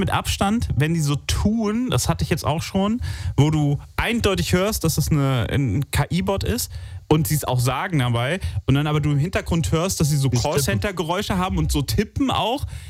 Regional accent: Alzey, Rhineland-Palatinate, Germany; Aus der Nähe, ja. Ich bin in Alzey groß geworden. Das ist nicht weit weg.

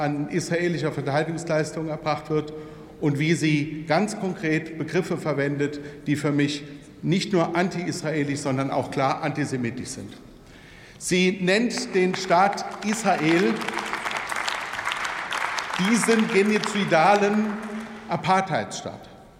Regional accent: Wuppertal, North Rhine-Westphalia, Germany; in meiner Heimatstadt Wuppertal

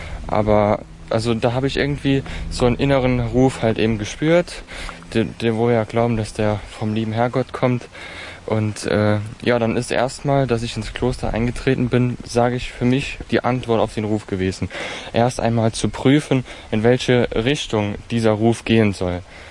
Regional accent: Schmelz, Saarland, Germany; also ich komme aus dem Saarland

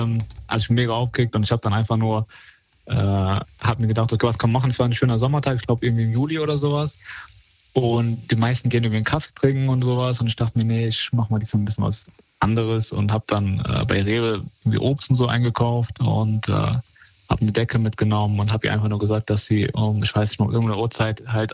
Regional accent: Cologne, North Rhine-Westphalia, Germany; Ich komme aus Köln, ja. Ich bin auch hier geboren und aufgewachsen.

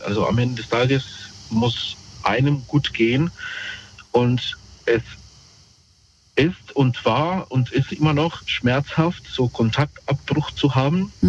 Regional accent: Mainz, Rhineland-Palatinate, Germany; also ich komm aus Mainz, ne, sagen wir mal Platz 1 in Mainz

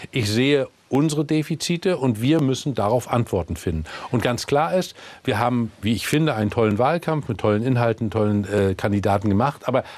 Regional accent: Mecklenburg-Vorpommern, Germany; in meiner Heimat in Mecklenburg-Vorpommern wird das anders sein.

